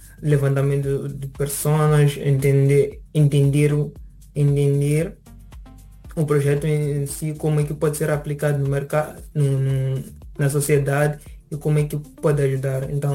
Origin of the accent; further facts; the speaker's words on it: Inhambane, Mozambique; also born or lived in Maputo; now in Porto, Portugal; Sou de Inhambane, mas agora resido em Maputo.